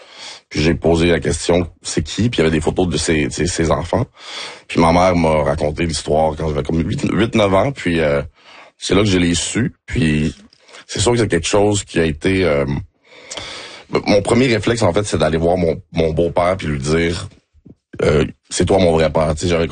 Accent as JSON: {"language": "French", "town": "Montreal", "region": "Quebec", "country": "Canada", "tie": "born there", "also_born_or_lived": "Saint-Eustache", "said": "Mais je suis né à Montréal-Nord, par exemple."}